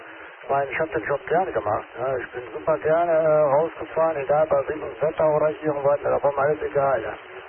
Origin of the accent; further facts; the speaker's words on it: Northern Germany, Germany; accent: North German (Platt); Ja, das liegt an meinem norddeutschen Dialekt vielleicht. Das kann natürlich angehen, das weiß ich noch nicht. Ja gut, wie gesagt, ich komme aus dem Norden